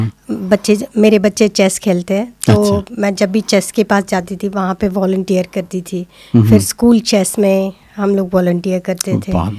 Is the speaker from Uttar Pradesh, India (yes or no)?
no; Hyderabad, Telangana, India; now in Australia; मैं हैदराबाद से हूँ, जो तेलंगाना का कैपिटल है.